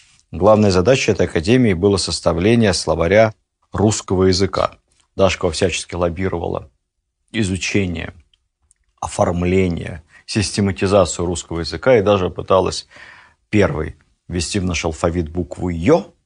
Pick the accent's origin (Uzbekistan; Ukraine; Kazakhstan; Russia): Ukraine; Я и сам с Украины, вы же знаете.